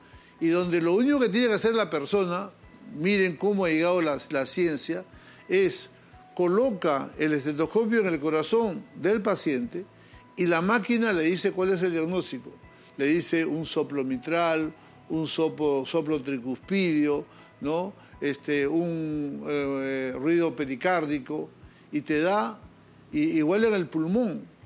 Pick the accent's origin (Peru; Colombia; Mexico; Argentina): Peru; esto es algo que como peruano tenía que decirlo